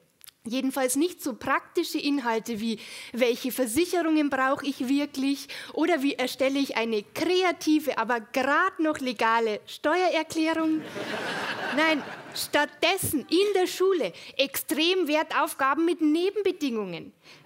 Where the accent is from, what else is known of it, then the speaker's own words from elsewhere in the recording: Munich, Bavaria, Germany; Ja, hallo Berlin. Ich freue mich sehr, dass ich heute da sein darf. Ich komme aus München.